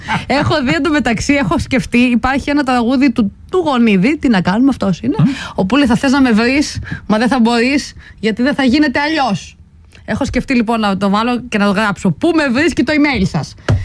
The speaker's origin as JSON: {"language": "Greek", "town": "Krestena", "region": "Western Greece", "country": "Greece", "tie": "born or raised there", "said": "Δεν θα πάω τώρα στο χωριό μου Κώστα, στο πανηγύρι στα Κρέστενα."}